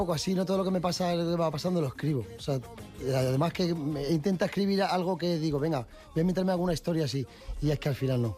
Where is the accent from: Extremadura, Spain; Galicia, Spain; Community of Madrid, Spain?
Community of Madrid, Spain; Madrid; Yo soy de Madrid